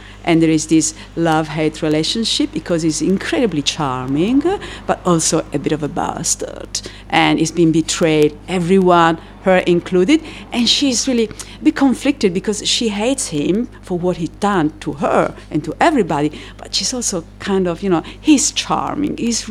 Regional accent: Sardinia, Italy; moved away as an adult; also born or lived in Germany / Melbourne, Australia; I am originally from Sardinia, which is an island in Italy. I just relocated recently, about 10 years ago, to Sardinia. I spent most of my adult life abroad, so about 10 years in Germany and then 23 in Melbourne

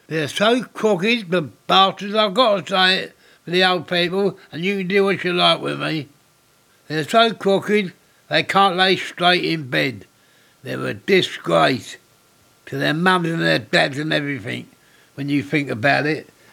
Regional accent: Deptford, London, United Kingdom; born there; I was born in Deptford 81 years ago. Yes, we lived in a house where the walls were so thin, we used to have to tip our bread in next door's gravy.

